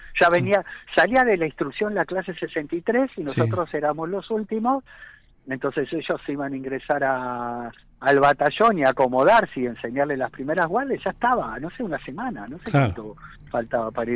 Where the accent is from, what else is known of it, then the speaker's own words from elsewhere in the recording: Buenos Aires, Argentina; born there; No, nací en Capital Federal.